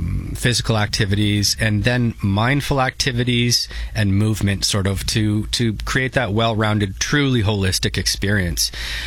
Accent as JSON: {"language": "English", "town": "St. Catharines", "region": "Ontario", "country": "Canada", "tie": "born or raised there", "said": "I'm from St. Catharines. I grew up here. I remember going to art classes there when I was 8 years old"}